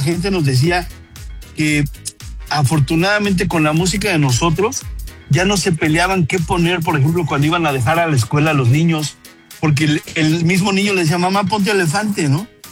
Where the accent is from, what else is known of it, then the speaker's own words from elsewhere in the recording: Mexico; Somos un grupo mexicano, la gente nos recibe con orgullo dentro y fuera del país.